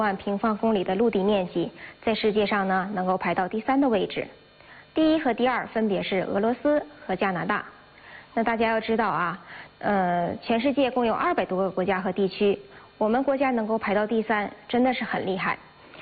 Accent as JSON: {"language": "Chinese", "country": "China", "said": "共同去感受我们祖国的幅员辽阔"}